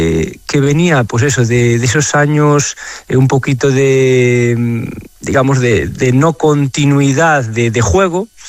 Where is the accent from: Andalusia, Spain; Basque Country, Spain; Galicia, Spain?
Galicia, Spain